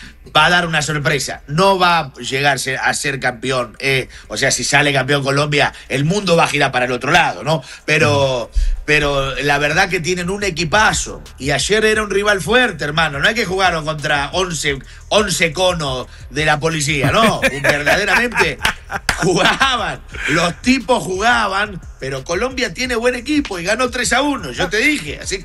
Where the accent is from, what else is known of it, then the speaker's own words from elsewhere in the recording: Argentina; Vamos todavía, vamos, que somos arriba, más argentinos que nunca.